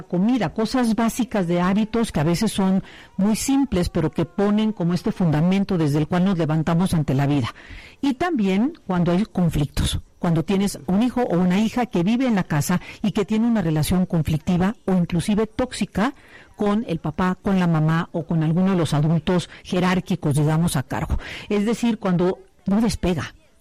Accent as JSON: {"language": "Spanish", "region": "Veracruz", "country": "Mexico", "also_born_or_lived": "Puebla", "moved": "yes", "said": "yo soy de Veracruz y mi salida al mundo fue ir de Veracruz a Puebla. Y fue un evento en mi vida."}